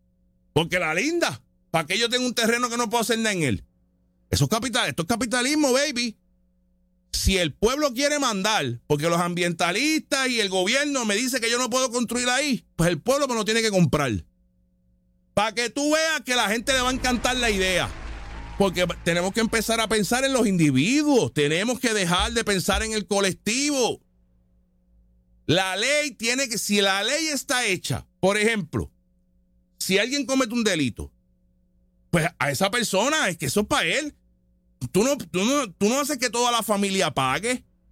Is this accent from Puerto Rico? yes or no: yes; Puerto Rico; Uno que otro es un millonario extranjero, la mayoría somos boricuas y somos de aquí.